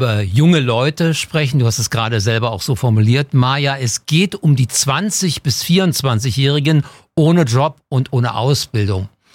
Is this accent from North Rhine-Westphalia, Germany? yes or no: no; Berlin, Germany; Als gebürtiger Westberliner wie ich blieb mir sogar der Wehrdienst erspart.